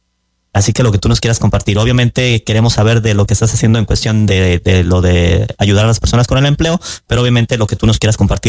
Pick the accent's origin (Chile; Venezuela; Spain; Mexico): Mexico; Colima; moved away; porque yo soy de Colima, tu servidor